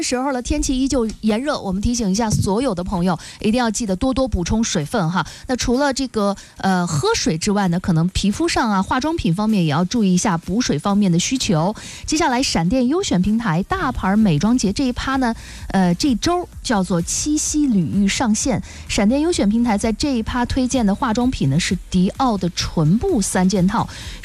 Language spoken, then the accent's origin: Chinese; Shandong, China; 我们山东人